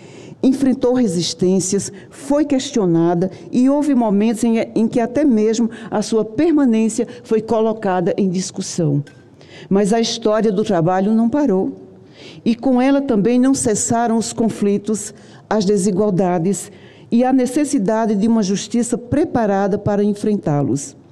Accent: Paraíba, Brazil; aí eu vou homenagear a minha terra, Paraíba, um paraibano

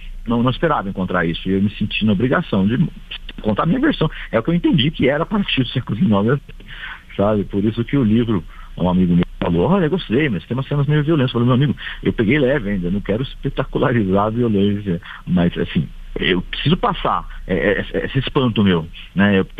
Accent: Lorena, São Paulo, Brazil; Muito conhecido na minha cidade, eu sou de Lorena, né, perto de Aparecida, aqui em São Paulo mesmo, né? Pertinho de Paraty, uma hora e meia de Paraty.

